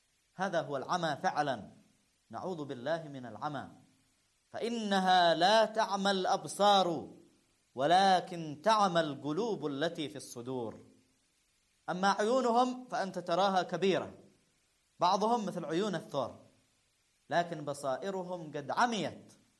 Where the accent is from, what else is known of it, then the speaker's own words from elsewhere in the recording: Yemen; عندنا في اليمن